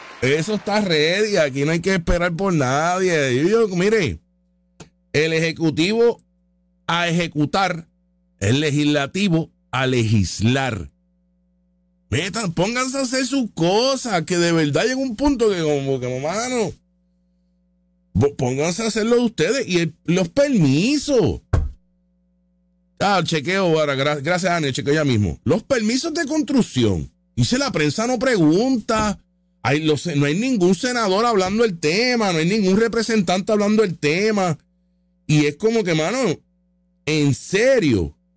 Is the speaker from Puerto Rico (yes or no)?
yes; Aibonito, Puerto Rico; born there; Yo nací en Ay Bonito, el pueblo de las flores y el frío bendito.